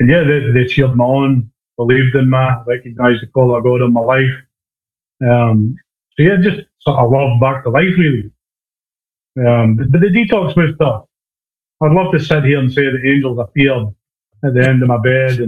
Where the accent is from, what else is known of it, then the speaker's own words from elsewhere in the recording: Fraserburgh, Scotland, United Kingdom; I walked the streets of my hometown of Fraserburgh.